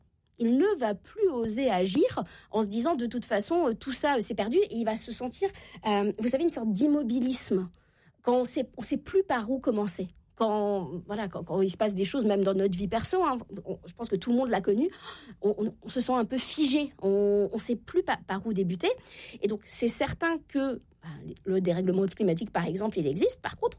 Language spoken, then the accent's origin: French; Normandy, France; je viens de la Normandie, Uber Eats n'est pas arrivé partout en France